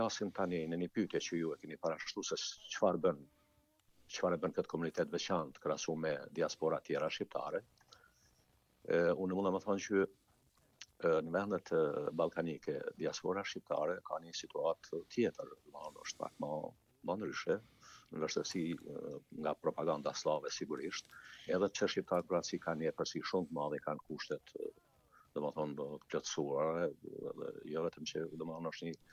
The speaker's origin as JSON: {"language": "Albanian", "town": "Deçan", "region": "Peja District", "country": "Kosovo", "said": "nga Komuna Deçanit"}